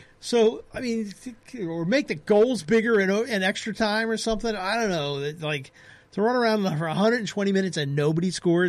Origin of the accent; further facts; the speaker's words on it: United States; I'm American.